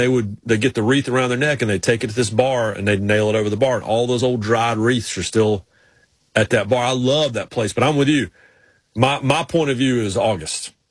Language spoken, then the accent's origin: English; Raleigh, North Carolina, United States; Growing up in Raleigh in the 80s, we had all these Northeasterners that moved down